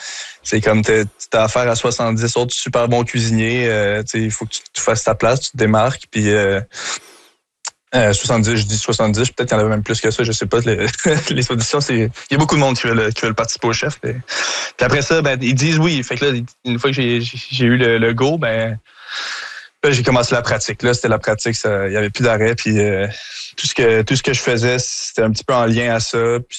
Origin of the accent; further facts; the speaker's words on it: Montreal, Quebec, Canada; Ben je pense que vous le savez, je suis Montréalais dans l'âme